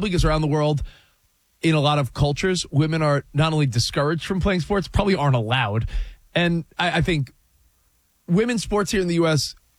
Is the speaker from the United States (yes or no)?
yes; Long Island, New York, United States; Yeah, my analogy, I grew up on Long Island.